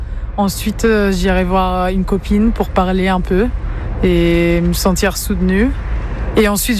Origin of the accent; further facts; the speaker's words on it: Rennes, Brittany, France; Non, je suis de Rennes, moi.